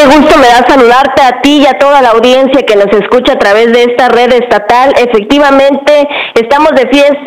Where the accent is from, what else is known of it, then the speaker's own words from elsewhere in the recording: Tapachula, Chiapas, Mexico; nos da identidad a nosotros los tapachultecos y nuevamente los soconusquenses.